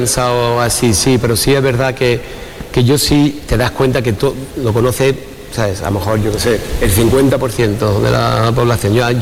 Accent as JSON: {"language": "Spanish", "town": "Cazorla", "region": "Andalusia", "country": "Spain", "said": "soy de Cazorla"}